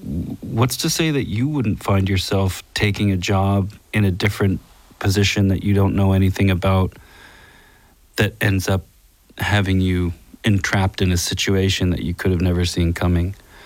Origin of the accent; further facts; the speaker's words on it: Nova Scotia, Canada; also born or lived in Halifax; I'm from the Valley.